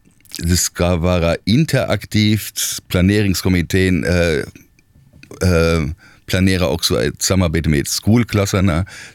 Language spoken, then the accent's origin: Swedish; western Germany, Germany; Swedish is a second language; now in Finland; I västra Tyskland, där jag kommer ifrån, finns ganska stora inflytande från den schweiziska reformationen.